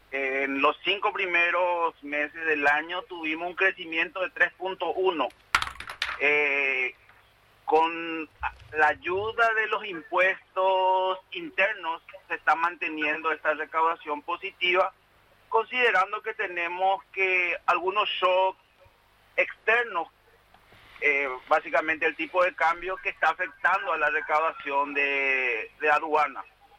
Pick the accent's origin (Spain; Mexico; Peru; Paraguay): Paraguay; pero como paraguayo confío en el equipo.